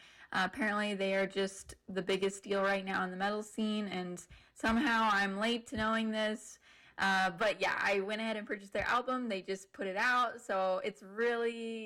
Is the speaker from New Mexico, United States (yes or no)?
yes; New Mexico, United States; now in Chicago, United States; I grew up in New Mexico